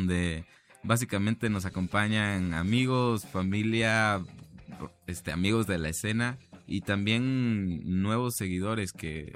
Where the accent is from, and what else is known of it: Oaxaca, Mexico